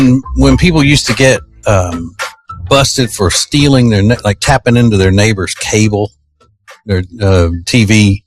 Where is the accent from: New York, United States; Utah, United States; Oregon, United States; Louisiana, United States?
Louisiana, United States; Winfield; In my hometown of Winfield, Louisiana, is not a diverse place. It's 50% white, 50% black, or it was when I was growing up.